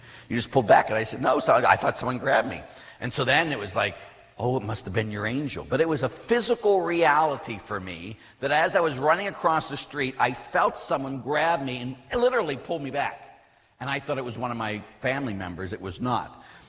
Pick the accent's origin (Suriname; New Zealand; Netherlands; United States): United States; Pittsburgh, Pennsylvania; when I was a kid, I grew up in Pittsburgh, as we all know, and I was at my grandmother's house. Now, in the north side of Pittsburgh, houses are like row houses and different things.